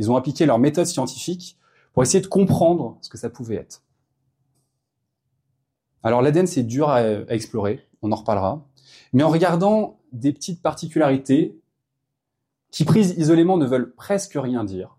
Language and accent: French; Pau, Nouvelle-Aquitaine, France; born there; Mon père est né en Moselle, mon grand-père est né en Moselle, d'où tout là-haut les cuissons de la Moselle. Et moi, je suis né à Pau.